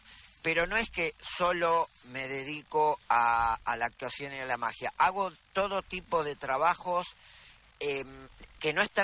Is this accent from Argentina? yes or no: yes; Buenos Aires, Argentina; a actuar en Buenos Aires, de donde soy yo, de Buenos Aires.